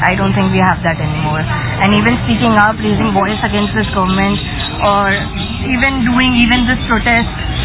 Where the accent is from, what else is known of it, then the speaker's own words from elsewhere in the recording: Delhi, India; my age is 25 and I'm from Delhi.